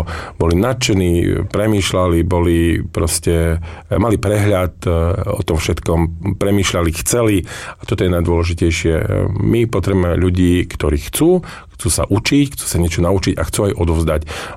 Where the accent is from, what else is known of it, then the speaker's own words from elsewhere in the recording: Ľubochňa, Žilina Region, Slovakia; A ten pán, ktorý ma vrátil a upozoril na to, že som z Ľubotechna